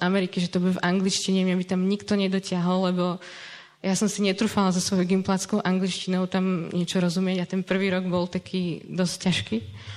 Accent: Liptovský Mikuláš, Žilina Region, Slovakia; ja som z Mikuláša, tam bol tiež gymnázium

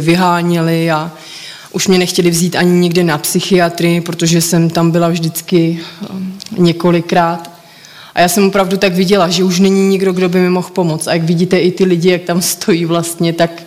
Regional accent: Most, Ústí nad Labem Region, Czechia; Tak já pocházím z Mostu a narodila jsem se vlastně do takové rodiny

